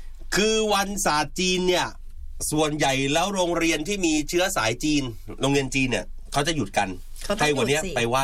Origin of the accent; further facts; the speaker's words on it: Hainan, China; คือทุกคนก็รู้นะว่า … เนี่ยมาจากเมืองไหหลำ